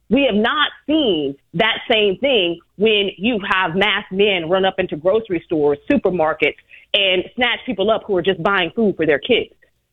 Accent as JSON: {"language": "English", "town": "Chicago", "region": "Illinois", "country": "United States", "said": "I'm originally from South Shore."}